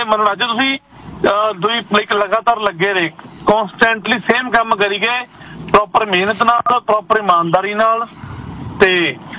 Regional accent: Faridkot, Punjab, India; moved away; ਪਰ ਜਿੱਦਾਂ ਹੁਣ ਮੈਂ ਫਰੀਦਕੋਟ ਤੋਂ ਹਾਂ, ਸਾਡੇ ਹੁਣ ਮੇਲਾ ਚੱਲ ਰਿਹਾ ਤਿੰਨ ਦਿਨ

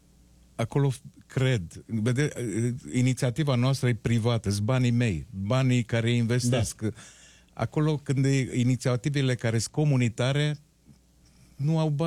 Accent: Romania; să ne bucurăm că suntem români

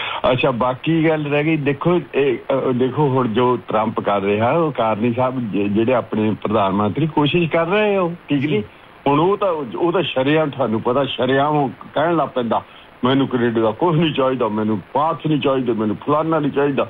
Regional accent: Gunachaur, Punjab, India; now in Canada; ਤੇ ਫਿਰ ਅਸੀਂ ਬੰਗੀ ਪੜ੍ਹਦੇ ਹੁੰਦੇ ਸੀ, ਤੇ ਸਾਡਾ ਪਿੰਡ ਤਾਂ ਗੁਣਾ ਚੌਰ ਸੀ ਇੱਧਰ, ਹੈ ਜੀ ਬੰਗਿਆਂ ਦੇ ਕੋਲ ਹੀ ਆ

